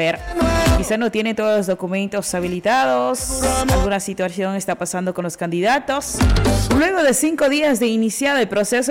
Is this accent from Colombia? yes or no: no; Ecuador